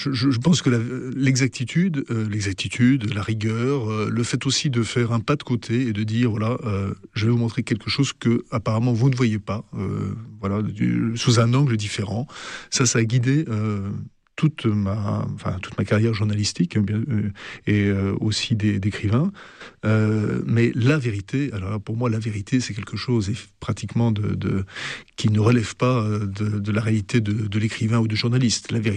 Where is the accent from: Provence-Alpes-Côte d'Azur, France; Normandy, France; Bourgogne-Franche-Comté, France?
Normandy, France; Étretat; born or raised there; moved away